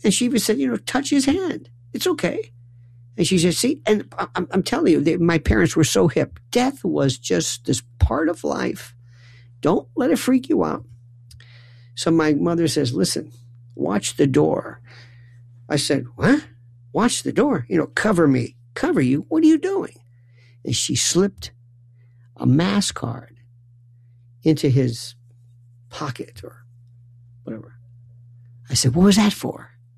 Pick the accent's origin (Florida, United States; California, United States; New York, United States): Florida, United States; I knew growing up in Florida, we had a very strong Cuban contingent.